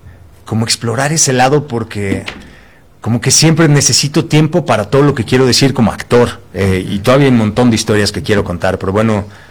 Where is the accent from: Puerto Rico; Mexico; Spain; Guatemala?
Mexico; lo que somos como mexicanos